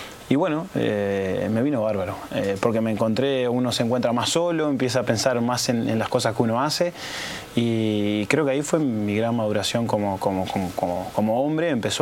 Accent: Montevideo, Uruguay; moved away as an adult; also born or lived in Sweden; Pueblo Nuevo, ahí, Mercado Modelo, atrás de la placita de Platense.

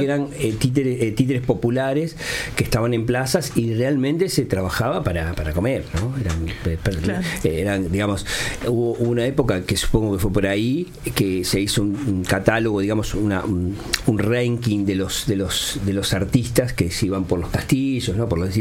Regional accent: Montevideo, Uruguay; Mi familia es de una familia humilde, ¿no? Bastante humilde, somos del Cerro, cerquita de Cerro Norte ahí.

